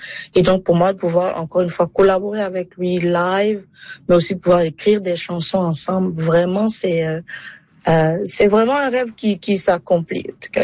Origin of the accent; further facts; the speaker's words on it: Côte d’Ivoire; born there; Donc, moi, je suis née en Côte d'Ivoire, originaire, qui est l'Afrique de l'Ouest.